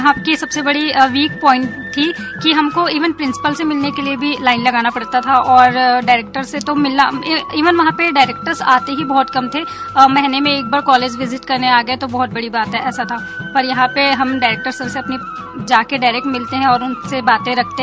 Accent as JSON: {"language": "Hindi", "region": "Chhattisgarh", "country": "India", "said": "जरूर सर, जरूर, इसीलिए मैं छत्तीसगढ़ से यहाँ आई हूँ"}